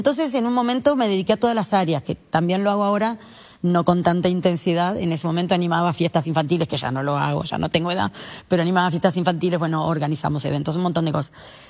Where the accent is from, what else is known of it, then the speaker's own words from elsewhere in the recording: Punta del Este, Maldonado, Uruguay; also born or lived in Montevideo; Soy de Punta del Este.